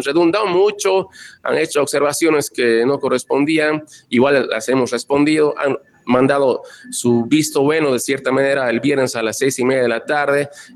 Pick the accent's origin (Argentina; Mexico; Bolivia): Bolivia; Tarija; Todos somos tarijeños